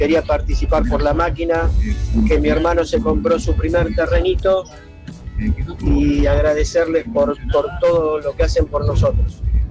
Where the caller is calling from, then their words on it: Buenos Aires, Argentina; de Saavedra.